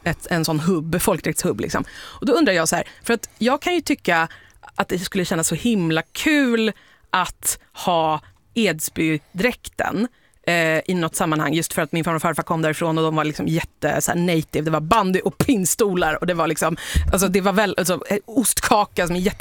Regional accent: Stockholm, Stockholm County, Sweden; jag som stockholmare

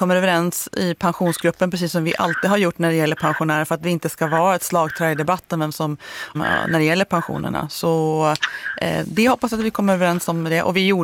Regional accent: Jämtland County, Sweden; Jag ska ta med dig upp till mina hemtrakter uppe i Jämtlandsskogarna.

